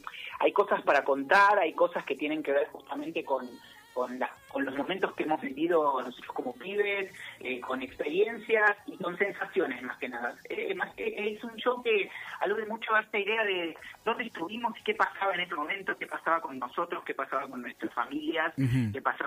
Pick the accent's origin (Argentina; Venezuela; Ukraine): Argentina; sobre todo siendo argentinos y teniendo esa idea de la vida tan parecida entre todos nosotros.